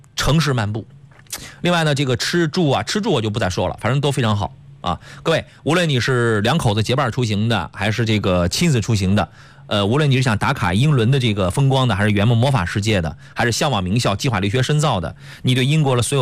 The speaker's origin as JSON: {"language": "Chinese", "region": "Shandong", "country": "China", "said": "我们山东人还是很好"}